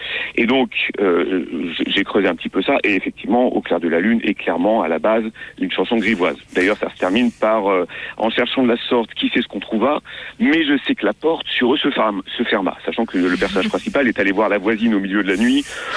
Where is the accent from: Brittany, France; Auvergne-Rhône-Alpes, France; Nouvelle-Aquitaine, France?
Auvergne-Rhône-Alpes, France; Grenoble; Donc je suis allé à la bibliothèque de Grenoble, puisque je suis de Grenoble.